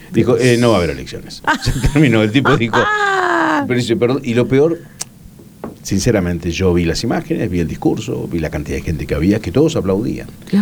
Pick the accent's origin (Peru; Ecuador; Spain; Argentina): Argentina